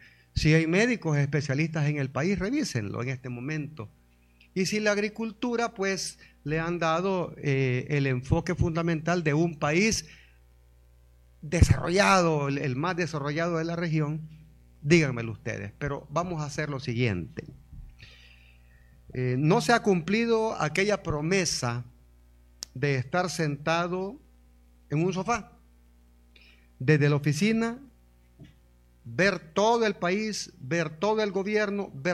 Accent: El Salvador; también voy a incluirme como salvadoreño

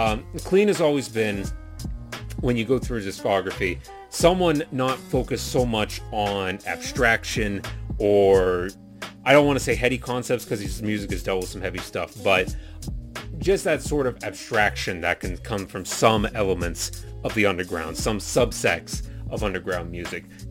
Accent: Canada; as a Canadian white boy

